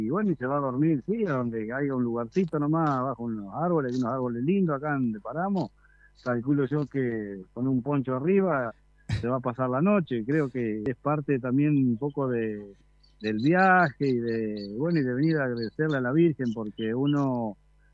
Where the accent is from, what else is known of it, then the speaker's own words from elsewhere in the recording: Lobos, Buenos Aires Province, Argentina; moved away as an adult; now in Roque Pérez, Argentina; Yo soy nacido y criado en Lobo, pero ahora hace unos años que estoy radicado en Roque Pérez.